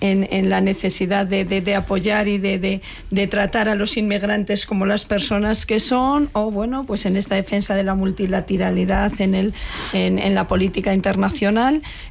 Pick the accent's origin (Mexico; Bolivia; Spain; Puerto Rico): Spain; now in Madrid, Spain